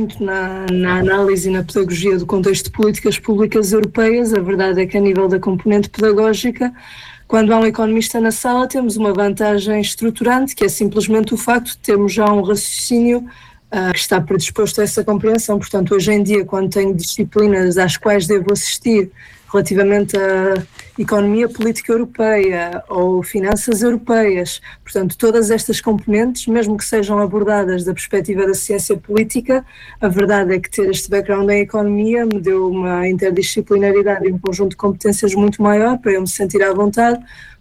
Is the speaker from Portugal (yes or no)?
yes; Ponte da Barca, Arcos de Valdevez, Norte, Portugal; moved away as an adult; na zona de Ponte da Barca, Arcos de Valdevez, de onde eu sou natural